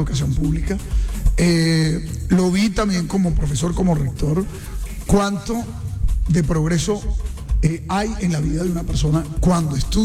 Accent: Santa Marta, Magdalena, Colombia; moved away as an adult; also born or lived in Aracataca / Bogotá; yo nací en Aracataca, pero soy criado en Santa Marta. Y para resumir la cosa, vengo de una familia de gente trabajadora.

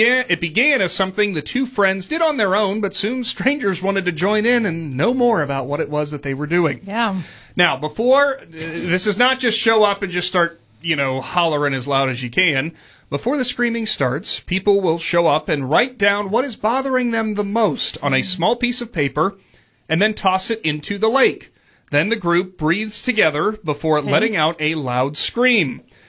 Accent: Goshen, United States; I'm from Goshen.

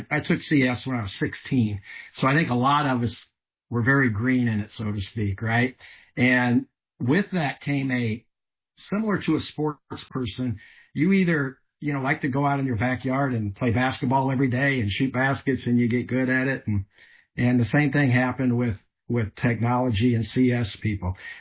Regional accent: Illinois, United States; also born or lived in San Diego; I'm originally from Illinois. I went to San Diego after college, ended up at Stanford Research Institute when I was 23.

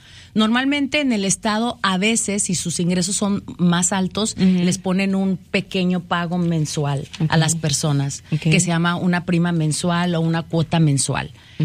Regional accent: Mexico; now in Wisconsin, United States; yo como mexicana, ¿no? Pero acá en Wisconsin

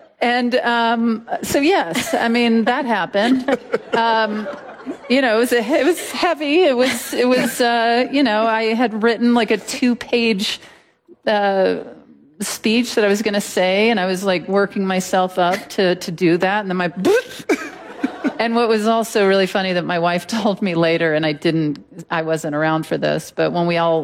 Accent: Mississippi, United States; moved away; When my stepfather passed away, we were burying him in Mississippi, in my hometown

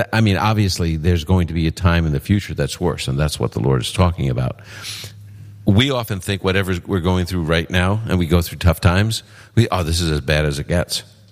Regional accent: New York City, New York, United States

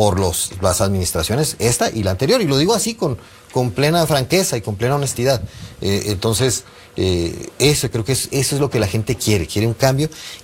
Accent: Mexico; podemos hacerlo nosotros como mexicanos, tenemos la capacidad de hacerlo

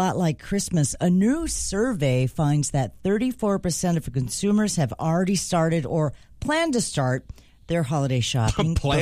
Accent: McIntosh, United States; Even when I was young, growing up in McIntosh

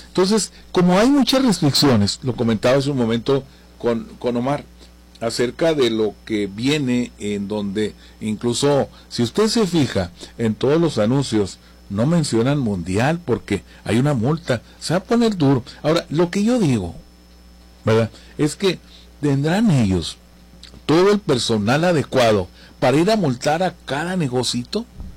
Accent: Mexico; Yo soy mexicano y orgullo lo tengo.

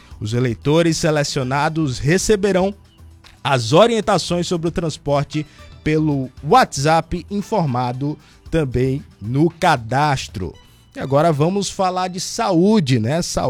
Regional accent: Alagoas, Brazil; também mandar um abraço para todos lá de Utinga Leão, minha terra natal

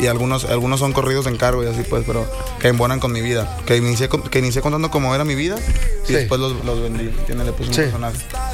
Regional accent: Torreón, Coahuila, Mexico; Torreón me gusta mucho. Yo siempre voy a defender mi tierra donde quiera que vaya

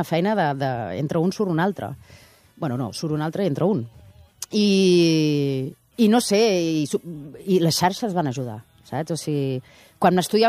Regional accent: Barcelona, Catalonia, Spain; also born or lived in Oviedo; jo vaig arribar aquí a Barcelona, a Catalunya, quan tenia un any. Llavors, el d'Oviedo sempre és anecdòtic, però no sóc d'Oviedo, realment. Ho poso el DNI i prou.

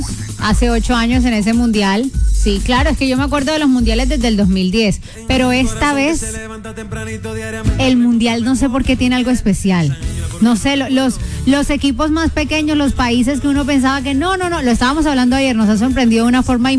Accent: Colombia; born there; Gracias por haber permitido que yo naciera en Colombia.

